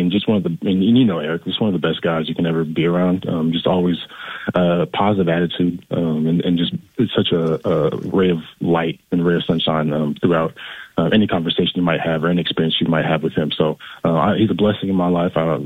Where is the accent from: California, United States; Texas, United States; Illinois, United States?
California, United States; Los Angeles; he's from Fresno, I'm from Los Angeles.